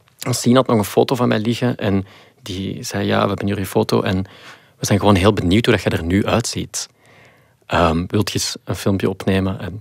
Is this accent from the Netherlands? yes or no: no; Flanders, Belgium; ik denk ook dat wij als Belgen gewoon heel goed zijn in die verhalen vertellen.